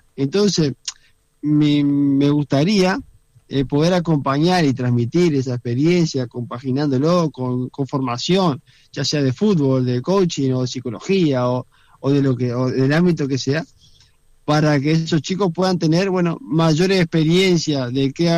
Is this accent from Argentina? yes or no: yes; Reconquista, Santa Fe, Argentina; me crié en Reconquista, en una ciudad pequeña, donde jugaba mucho en la calle, era la pelota.